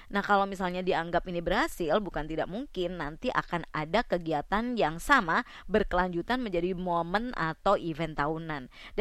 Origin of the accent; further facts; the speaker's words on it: Banyuwangi, East Java, Indonesia; kita sebagai orang Banyuwangi